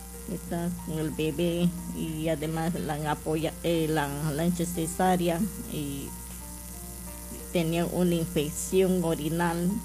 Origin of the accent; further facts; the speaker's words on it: Pucaurquillo, Loreto, Peru; Yo vengo de la comunidad de Pucaurquillo, Río Ampiaco, comunidad nativa.